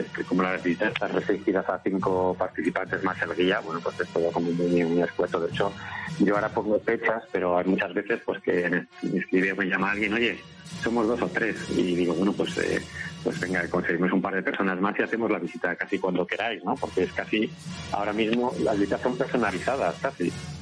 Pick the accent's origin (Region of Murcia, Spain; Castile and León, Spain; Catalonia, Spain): Castile and León, Spain; Salamanca; soy de Salamanca